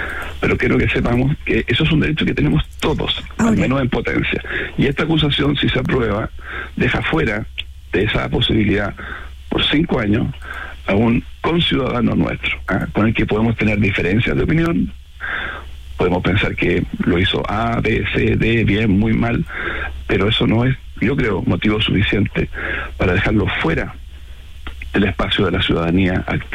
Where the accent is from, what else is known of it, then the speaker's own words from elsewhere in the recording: Chile; Yo, como ciudadano chileno